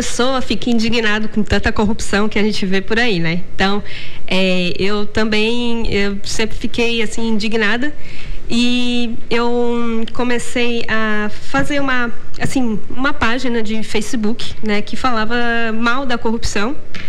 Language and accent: Portuguese; Gravatal, Santa Catarina, Brazil; also born or lived in Braço do Norte; eu nasci em Braço Norte, né? Sou filha da Giovana, né? Neta do Dalmo, conhecido lá em Gravatal, em Termas. Eu estudei a minha vida inteira ali, em Termas também.